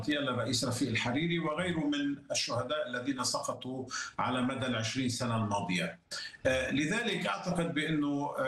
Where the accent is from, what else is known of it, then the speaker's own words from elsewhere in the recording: Lebanon; now in Nicosia, Cyprus; كلبنانيين